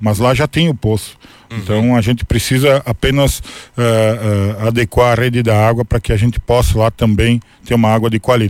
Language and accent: Portuguese; Roca Sales, Rio Grande do Sul, Brazil; eu nasci na Serrinha, sou de lá